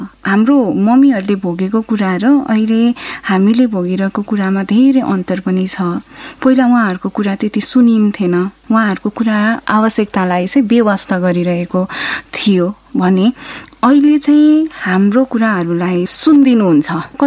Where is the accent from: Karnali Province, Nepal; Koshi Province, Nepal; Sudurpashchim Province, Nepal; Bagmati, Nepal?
Bagmati, Nepal; Kirtipur; born there; मेरो जन्मस्थान किर्तिपुर काठमाडौँ।